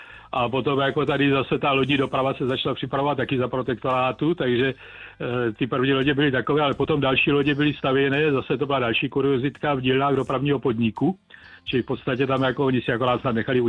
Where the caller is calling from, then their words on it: Brno, South Moravian Region, Czechia; já jsem z Brna, Brno má krásné okolí